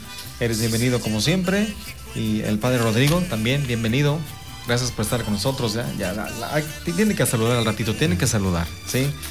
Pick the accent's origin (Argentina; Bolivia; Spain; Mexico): Mexico; Sí, somos mexicanos, pero orgullosos de ello